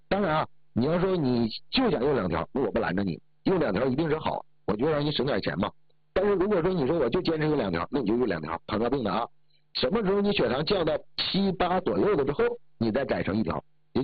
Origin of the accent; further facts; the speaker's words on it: China; 我们都是中国人